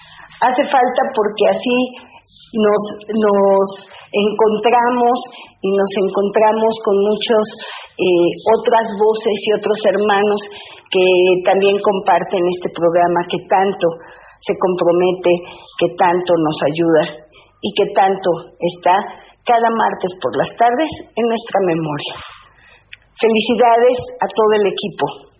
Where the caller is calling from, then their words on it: Tlaxcala, Mexico; del Consejo Nacional Urbano y Campesino de Tlaxcala, México.